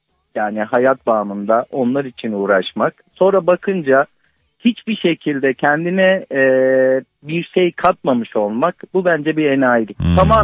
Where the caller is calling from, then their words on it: Çorlu, Tekirdağ, Turkey; Çorlu'dan arıyorum.